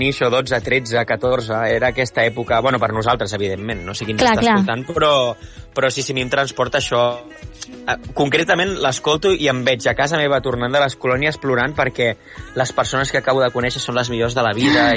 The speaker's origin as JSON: {"language": "Catalan", "town": "Vidreres", "region": "Catalonia", "country": "Spain", "tie": "born or raised there", "said": "Vidreres, al meu poble"}